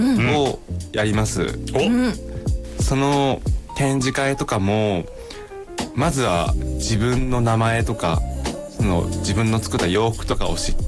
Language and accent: Japanese; Saitama, Japan; 自分が中学校3年生の時に自分埼玉県出身なんですけど